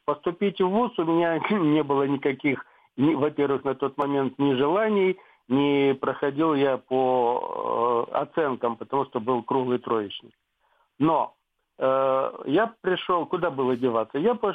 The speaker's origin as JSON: {"language": "Russian", "region": "Crimea", "country": "Ukraine", "said": "Добрый вечер … из Крыма."}